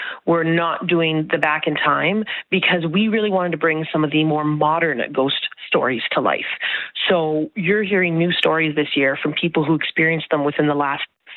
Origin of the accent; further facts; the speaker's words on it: St. Andrews, Manitoba, Canada; Well, I grew up in St. Andrews, so I've been going there since I was a little tot.